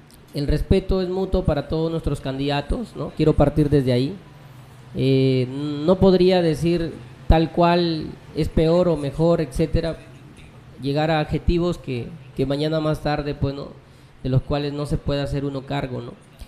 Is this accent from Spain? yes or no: no; Tambogrande, Piura, Peru; Como es un pueblo de la margen izquierda. En este caso yo vengo de Santa Ana.